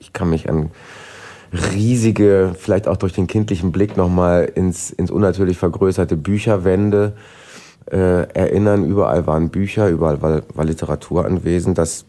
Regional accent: North Rhine-Westphalia, Germany; moved away as an adult; also born or lived in Zurich; Ich bin 1979 im Ruhrgebiet geboren, bin da 27 Jahre nicht rausgekommen, habe dort in Bochum die Schauspielschule besucht und dann hat es mich zu meinem ersten Engagement nach Zürich verschlagen

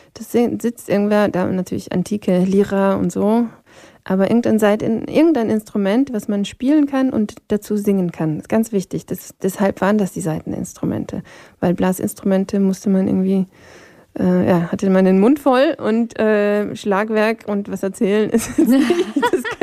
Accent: Vienna, Austria; born there; first language Polish; also born or lived in Istanbul; ich bin ja halb Polin, halb Tschechin von Haus aus, aber in Wien geboren.

